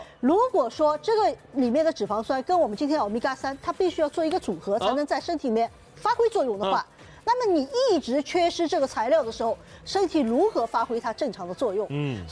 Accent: China; 我们中国人

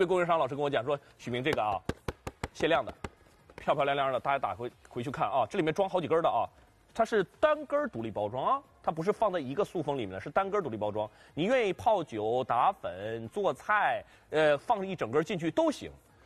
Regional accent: Heilongjiang, China; now in Shanghai, China; 我是黑龙江人，我知道那个兴安岭了

